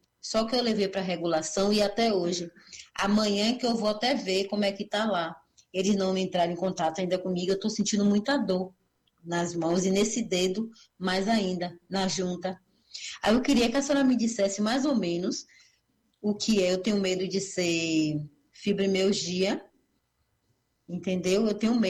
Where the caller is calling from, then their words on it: Castro Alves, Bahia, Brazil; eu falo aqui de Castro Alves.